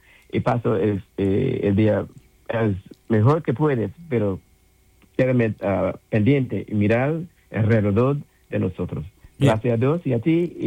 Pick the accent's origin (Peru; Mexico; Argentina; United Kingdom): United Kingdom; England; Spanish is a second language; Perdón por mi español, porque ya sabes, yo soy inglés, pero todavía...